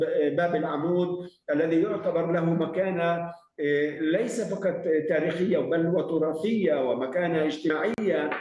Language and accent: Arabic; Palestine; هي جزء في نظرنا كفلسطينية محاولة تقسيم الزمان والمكان